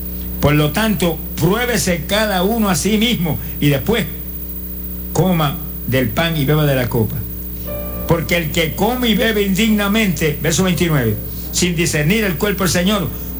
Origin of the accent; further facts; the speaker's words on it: Puerto Rico; en mi pueblo, allá en Camuel